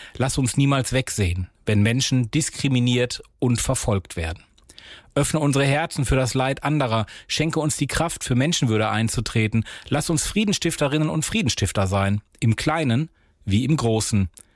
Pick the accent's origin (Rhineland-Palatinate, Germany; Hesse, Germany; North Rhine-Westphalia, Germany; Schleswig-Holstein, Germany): North Rhine-Westphalia, Germany; Recklinghausen; auf jeden Fall aber in meiner Heimatstadt im Garten der Religion in Recklinghausen